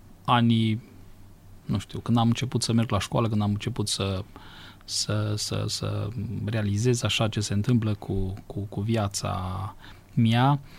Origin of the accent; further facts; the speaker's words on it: Alba Iulia, Alba County, Romania; Sunt un fiu al cetății, dacă se poate spune, născut, crescut, școlit chiar aici în Alba Iulia, nu departe de catedrală. Copilăria mi-am petrecut-o, m-am născut și am crescut pe strada Vasile Goldiș